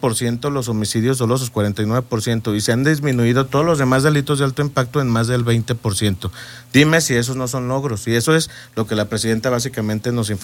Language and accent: Spanish; Mexico